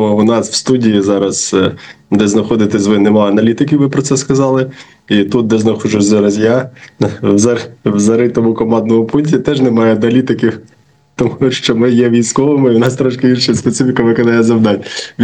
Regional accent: Kharkiv, Kharkiv Oblast, Ukraine; ми, як харків'яни, ми, як українці

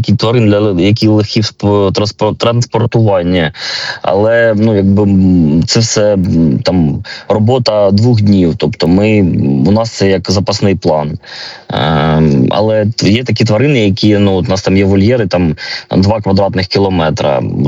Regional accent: Kharkiv, Kharkiv Oblast, Ukraine; ми, харків'яни

